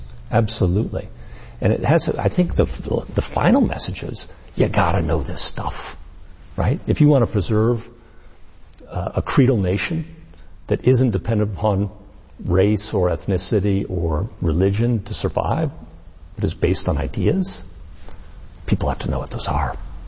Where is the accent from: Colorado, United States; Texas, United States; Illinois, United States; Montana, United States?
Colorado, United States; I'm from Colorado.